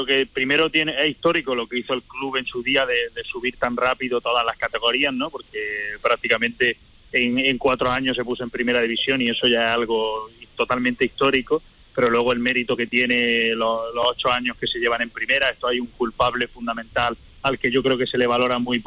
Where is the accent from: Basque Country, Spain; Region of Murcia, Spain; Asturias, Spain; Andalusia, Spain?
Andalusia, Spain; Granada; Yo soy de Granada, yo soy granadino.